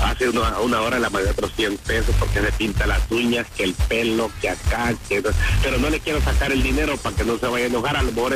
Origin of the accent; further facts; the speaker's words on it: El Salvador; No, soy salvadoreño.